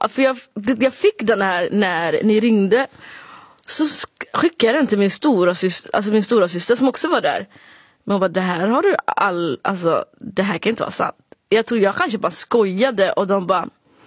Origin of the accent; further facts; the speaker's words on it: Sweden; accent: rikssvenska; jag tycker att jag pratar rikssvenska liksom